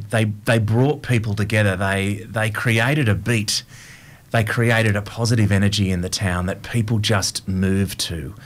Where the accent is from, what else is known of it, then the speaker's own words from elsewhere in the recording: Wollongong, New South Wales, Australia; I grew up in Wollongong, and as a sort of 16, 17-year-old, which was sort of, I don't know, what was that, 1990, 91, 92, somewhere in there